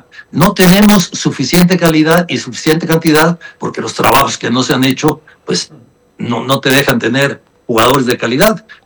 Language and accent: Spanish; Mexico; soy mexicano, fui futbolista, quiero que gane México